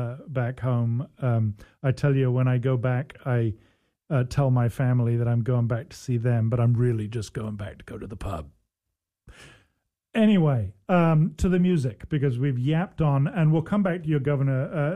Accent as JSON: {"language": "English", "town": "Oxford", "region": "South East England", "country": "United Kingdom", "tie": "born or raised there", "said": "I grew up in Oxford."}